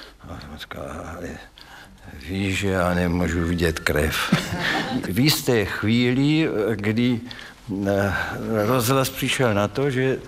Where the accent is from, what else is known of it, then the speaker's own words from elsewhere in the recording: Strážnice, South Moravian Region, Czechia; born there; also born or lived in Kyjov / Slavkov u Brna; now in Brno, Czechia; v Kyjově jsem se narodil ve Strážnici mládí, ve Slavkově gymnázium, kus a nakonec v Brně a tam jsou pořád a rád.